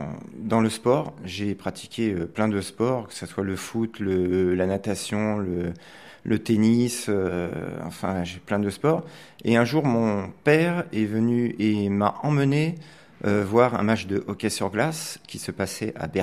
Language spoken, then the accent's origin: French; Paris, Île-de-France, France; moved away as an adult; now in Montpellier, France; j'ai 55 ans. Je pratique le hockey depuis 39 ans. Je viens de Paris, en fait. Ça fait 14 ans que je suis sur Montpellier.